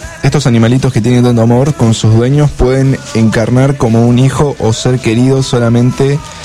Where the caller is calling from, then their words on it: Trelew, Chubut, Argentina; de Trelew.